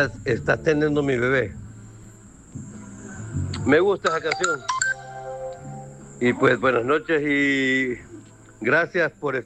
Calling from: San Salvador, El Salvador; Yo vivo en San Salvador, pero trabajo en Chalatenango

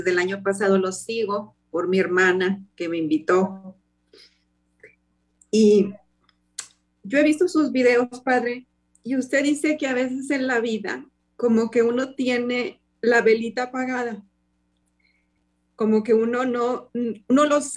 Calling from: Saltillo, Coahuila, Mexico; Soy de Saltillo, México.

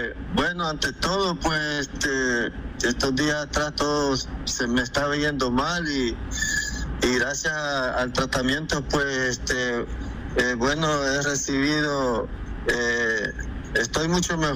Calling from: San Miguel, El Salvador; soy … de San Miguel

